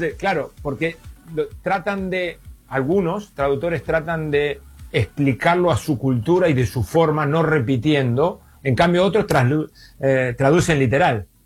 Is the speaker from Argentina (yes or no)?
no; Uruguay; moved away as an adult; also born or lived in China; now in London, United Kingdom; yo vine a Londres en el año 97. En el 2004 terminé de jugar y me fui a Uruguay porque quería tener la sensación de vivir en mi país y después de un año y medio me volví a Londres.